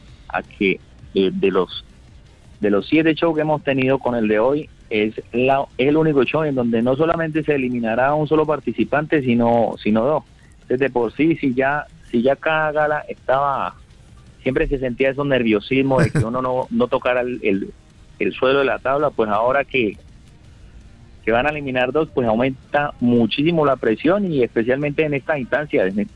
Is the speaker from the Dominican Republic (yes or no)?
no; Colombia; yo soy de Colombia